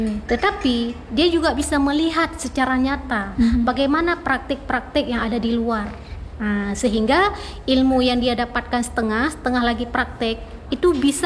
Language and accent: Indonesian; Aceh, Indonesia; kita tetap dengan identitas kita Aceh, kita tetap dengan karakteristik Aceh